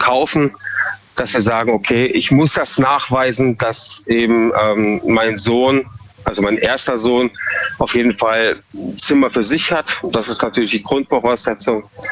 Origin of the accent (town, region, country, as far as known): Munich, Bavaria, Germany; born or raised there; now in Freiburg, Germany